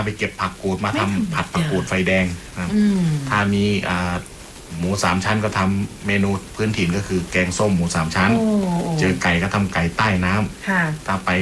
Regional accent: Roi Et, Thailand; เดิมคนร้อยเอ็ดครับผมคนอีสาน

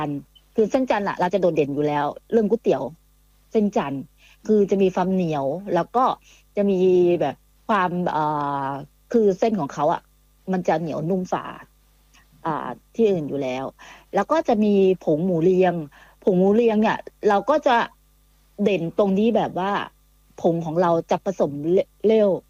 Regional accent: Chanthaburi, Thailand; เราเป็นคนจันทบุรีอยู่แล้ว

